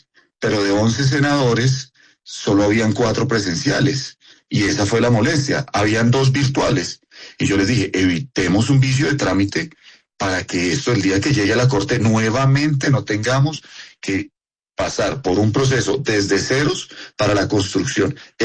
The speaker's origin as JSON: {"language": "Spanish", "region": "Vichada", "country": "Colombia", "tie": "born or raised there", "said": "Departamentos como el Bichada, del que yo soy, donde yo nací"}